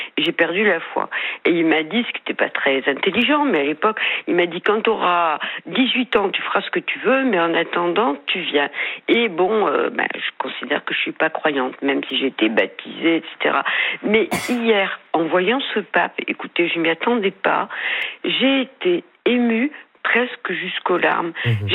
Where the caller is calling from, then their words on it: Montpellier, Occitanie, France; je vous appelle de Montpellier.